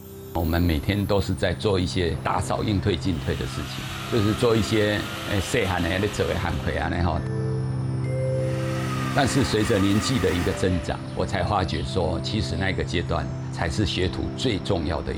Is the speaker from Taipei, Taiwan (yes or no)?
no; Tainan, Taiwan; 我1963年出生于这个台南，鹿耳门一带。因为我们家是从事赛演的工作嘛，我祖辈啊都是从事这一个盐工